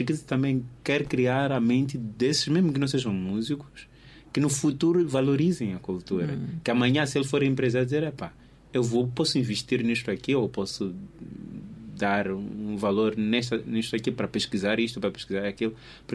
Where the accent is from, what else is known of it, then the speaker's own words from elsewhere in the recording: Mozambique; Sou moçambicano e gostava muito que Moçambique saísse do anonimato quando se falasse de música erudita, né?